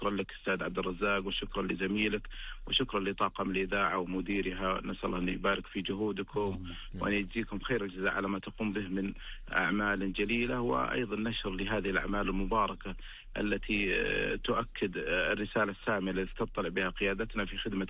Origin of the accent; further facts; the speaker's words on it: Saudi Arabia; نفخر نحن كمواطنين سعوديين